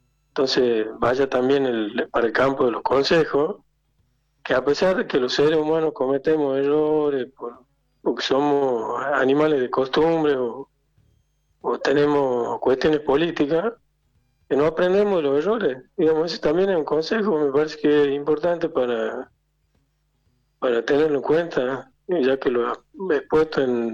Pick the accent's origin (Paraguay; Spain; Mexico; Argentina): Argentina; San Miguel de Tucumán, Tucumán; born there; Yo soy nacido en San Miguel de Tucumán